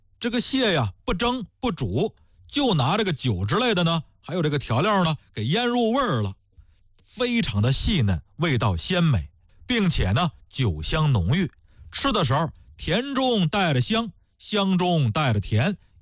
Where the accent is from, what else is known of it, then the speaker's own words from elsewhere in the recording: Bohai Sea coast, China; 我们老家呢也是在渤海边上，